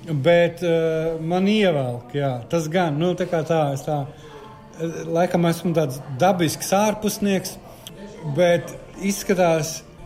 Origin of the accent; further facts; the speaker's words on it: Courland, Latvia; Un es esmu kurzemnieks.